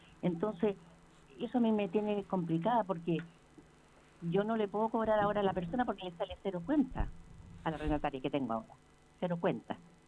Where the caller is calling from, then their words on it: Valparaíso, Chile; que soy de acá de Valparaíso, de Playa Ancha. Pero tengo un sustituto de una casa que arriendo acá en el Valparaíso.